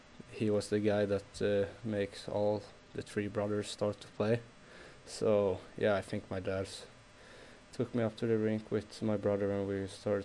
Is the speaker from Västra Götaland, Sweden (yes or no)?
yes; Västra Götaland, Sweden; My hometown is pretty close to Gothenburg, so yeah, even since I started to play, like Frölunda has always been my team.